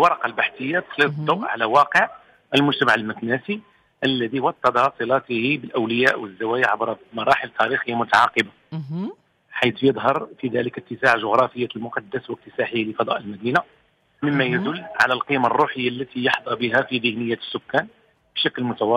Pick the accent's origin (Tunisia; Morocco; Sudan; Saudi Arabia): Morocco; بالنسبة لنا كمغاربة